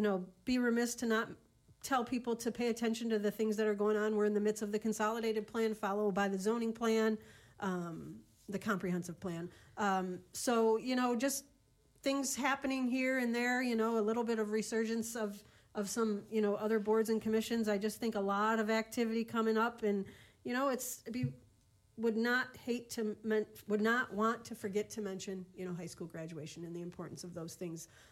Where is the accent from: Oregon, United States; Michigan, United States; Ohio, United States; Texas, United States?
Michigan, United States; Allen Park; which I grew up in Allen Park. Allen Park is a little near and dear to me.